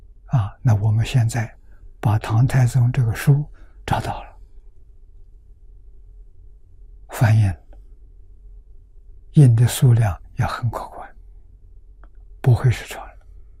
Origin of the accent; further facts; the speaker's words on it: China; 我们中国人